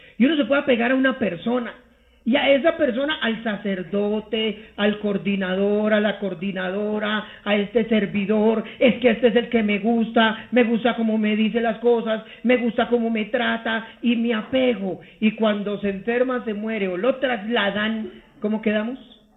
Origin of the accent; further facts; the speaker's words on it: Bogotá, Colombia; Yo crecí en Fontibón, al occidente, y de niño pues teníamos cultivos y tocaba arar.